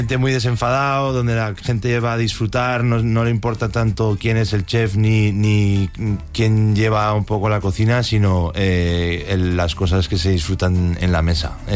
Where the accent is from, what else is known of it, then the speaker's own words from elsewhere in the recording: Madrid, Community of Madrid, Spain; also born or lived in United States; Nacimos todos en Estados Unidos, pero siempre hemos vivido aquí en Madrid